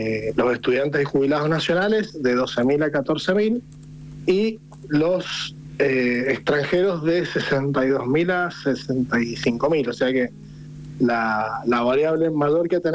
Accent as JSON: {"language": "Spanish", "area": "Valle Fértil", "region": "San Juan", "country": "Argentina", "said": "nosotros los residentes vallistos"}